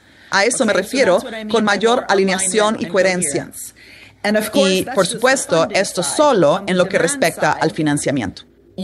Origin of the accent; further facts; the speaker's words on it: Italy; Spanish is a second language; Puedo decirles que incluso en mi país, Italia, tenemos un problema de implementación.